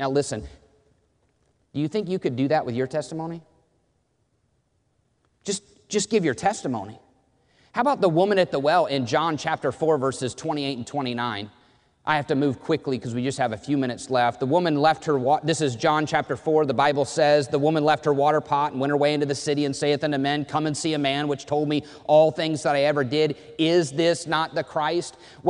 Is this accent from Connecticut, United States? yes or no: no; Indiana, United States; I grew up in Indiana, so my dad was a big Hoosier fan.